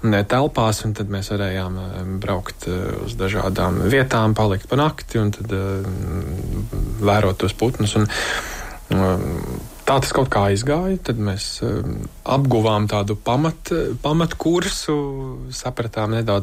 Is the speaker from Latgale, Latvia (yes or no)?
no; Riga, Latvia; Es esmu dzimis un audzis Rīgā